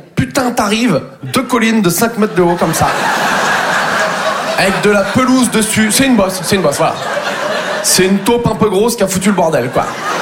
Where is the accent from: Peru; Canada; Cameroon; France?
France; Nouvelle-Aquitaine; Moi, je viens du Poitou-Charentes. Tout le monde s'en bat les couilles de nous, quoi.